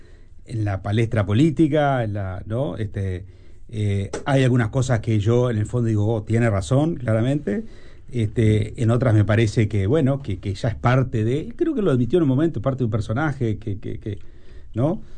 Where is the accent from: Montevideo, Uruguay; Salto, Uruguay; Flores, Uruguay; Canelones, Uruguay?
Flores, Uruguay